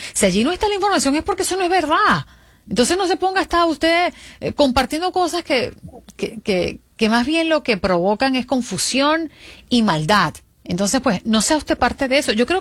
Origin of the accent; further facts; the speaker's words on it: Venezuela; yo soy venezolana